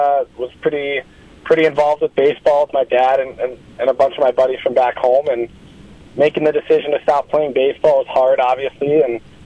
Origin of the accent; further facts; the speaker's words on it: Minnesota, United States; growing up in Minnesota, I was actually a Wisconsin fan growing up in Minnesota territory, so it's hard, but I mean, I've got family from Wisconsin, the Milwaukee area, so I've been around Badger sports since I was little